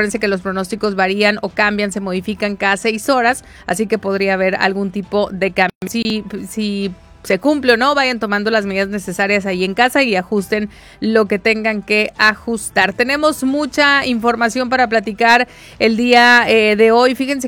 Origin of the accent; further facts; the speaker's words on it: Mexicali, Baja California, Mexico; a todos los que somos de Mexicali